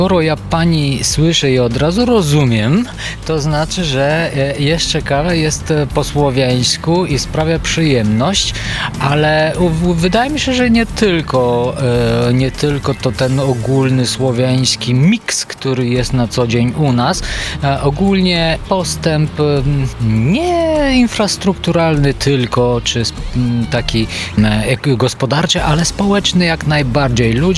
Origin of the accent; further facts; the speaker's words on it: Bulgaria; Polish is a second language; moved away as an adult; now in Lublin, Poland; Jestem Bułgarem, ale od 2011 roku już na stale związany jestem z Lublinem.